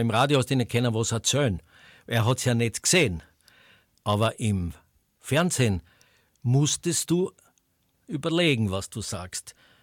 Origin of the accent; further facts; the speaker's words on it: Graz, Styria, Austria; Als erstes habe ich ja Fußball gemacht als Grazer, bevor ich dann hinaus in die weite Welt durfte